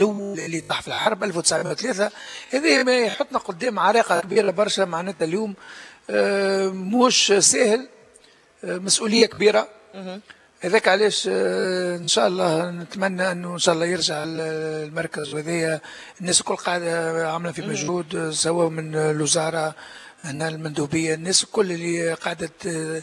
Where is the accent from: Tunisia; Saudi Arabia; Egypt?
Tunisia; Sfax Governorate